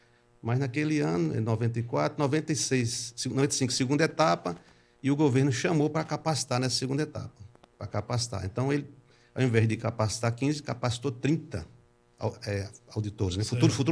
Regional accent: João Pessoa, Paraíba, Brazil; also born or lived in Patos, Paraíba; eu sou sertanejo, né, nascido em Patos … mas criado aqui em João Pessoa. Comecei nos anos 70, a gente chegou por aqui.

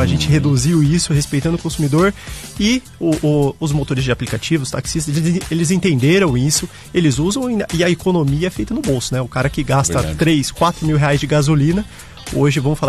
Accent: São Paulo, Brazil; eu sou do interior de São Paulo também, eu vou direto ali pra Marília.

